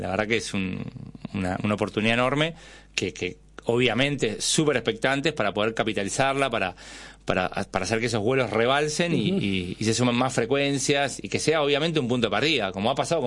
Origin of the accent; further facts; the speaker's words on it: Buenos Aires, Argentina; moved away as an adult; also born or lived in Patagonia; Yo nací en Buenos Aires, ajá, vivo hace 20 años allá, y los 25 que había pasado acá anhelaba todo el tiempo ir al sur y sentía que ahí era mi lugar.